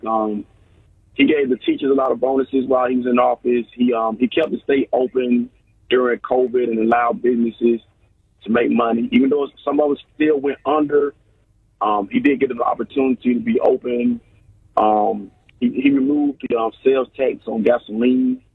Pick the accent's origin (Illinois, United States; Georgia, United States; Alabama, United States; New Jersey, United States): Georgia, United States; I'm from Georgia. I want to talk about my Governor Kemp.